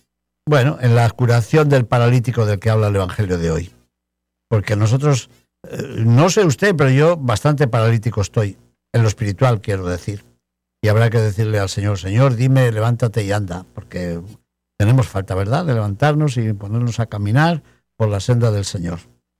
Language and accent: Spanish; Palazuelo de Órbigo, Castile and León, Spain; en mi tierra, yo me acuerdo de las bodas en Palazuelo de Órbigo, había la preboda, había la boda y la tornaboda, que llamaban.